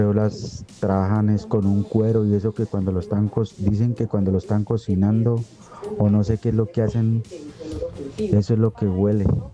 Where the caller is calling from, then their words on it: Cali, Valle del Cauca, Colombia; Yo vivo acá en Marroquín